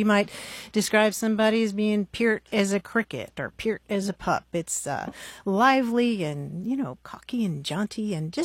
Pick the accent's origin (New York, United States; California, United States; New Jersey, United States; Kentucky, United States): Kentucky, United States; Well, yeah, I'm from Kentucky myself.